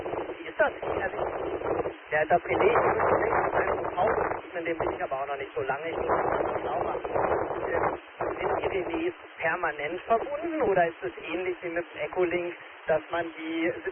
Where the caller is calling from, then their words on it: Wesseling, North Rhine-Westphalia, Germany; Ich komme aus Wesseling, ist Heimat QTH und bin dann mit dem Rad nach Bornheim gefahren auf einen Aussichtsturm